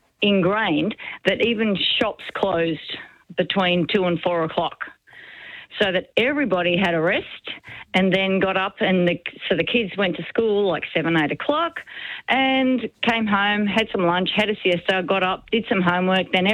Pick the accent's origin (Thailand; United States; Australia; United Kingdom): Australia; Now, as for me, being Australian, as I was saying to your producer